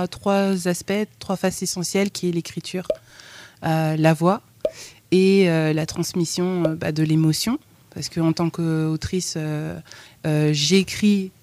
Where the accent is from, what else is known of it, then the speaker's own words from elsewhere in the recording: Bourges, Centre-Val de Loire, France; born there; also born or lived in Kinshasa, Congo / Tours; Et j'ai grandi à Tours, j'ai fait toute ma scolarité à Bourges, dans le Cher. Ensuite, je suis venue à Tours, donc je connais très bien la ville de Tours. J'y ai vécu 10 années